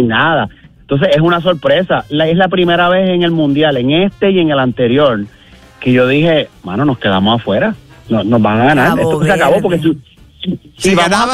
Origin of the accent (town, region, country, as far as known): Argentina